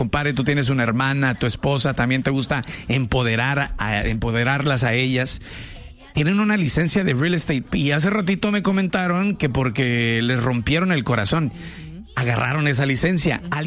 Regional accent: Michoacán, Mexico; Yo soy de Michoacán también.

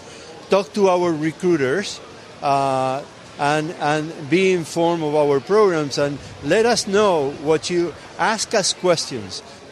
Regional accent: Rosario, Santa Fe, Argentina; He's from my hometown, so I love it.

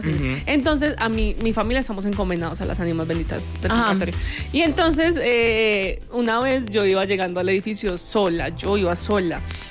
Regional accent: Yarumal, Antioquia, Colombia; Yo lo conozco en Yarumal, Antioquia, que es mi pueblo.

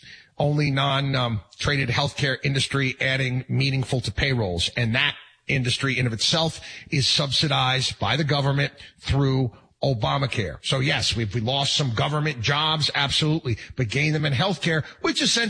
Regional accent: New York, United States; I grew up in New York

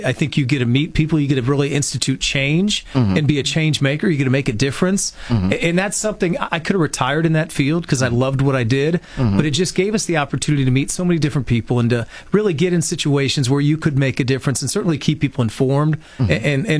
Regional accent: Indiana, United States; now in Orlando, United States; So I grew up, I'm 20 year Florida resident, but I grew up in Indiana. You know, was raised in a Christian school

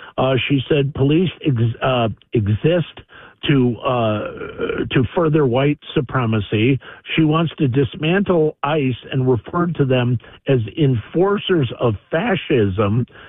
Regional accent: Madison, Wisconsin, United States; I'm a Republican from Madison, Wisconsin.

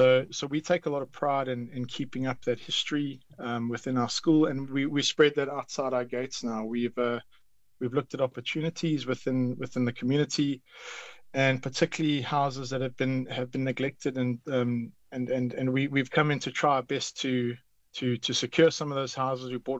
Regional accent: South Africa; We are twinned with South Africa, and we are proudly South African.

